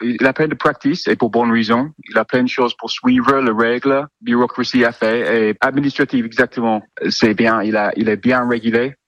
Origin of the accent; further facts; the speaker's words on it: England, United Kingdom; French is a second language; moved away as an adult; now in Landes, France; Je pense que je suis anglais aussi